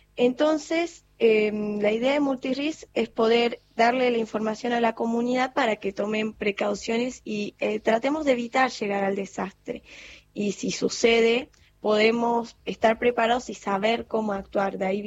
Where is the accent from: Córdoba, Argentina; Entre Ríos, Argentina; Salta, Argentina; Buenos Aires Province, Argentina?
Córdoba, Argentina; porque como somos las 2 de Córdoba, vivimos muy de cerca lo que son los incendios forestales y lo que son las inundaciones